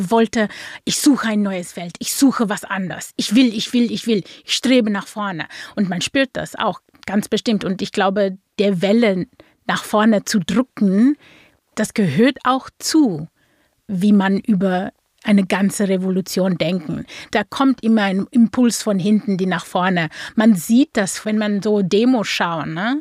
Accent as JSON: {"language": "German", "town": "Cape Town", "region": "Western Cape", "country": "South Africa", "tie": "born or raised there", "second_language": "German", "moved": "yes", "said": "am Anfang bin ich in Kapstadt geboren. Ich war in einem braunen Gebiet mit Leuten, die braune, schwarze Leute sind."}